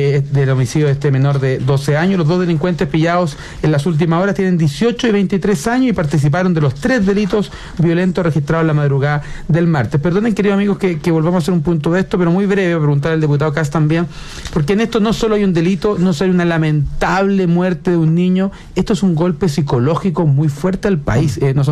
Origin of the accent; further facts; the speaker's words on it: San Bernardo, Santiago Metropolitan Region, Chile; yo soy de San Bernardo y esa es la carretera que uno usa para entrar